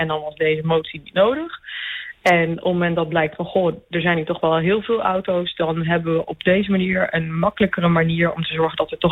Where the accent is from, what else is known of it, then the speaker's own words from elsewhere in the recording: Westervoort, Gelderland, Netherlands; Heb ik hier ook mijn vrienden wonen en kom ik zelf echt uit Westervoort.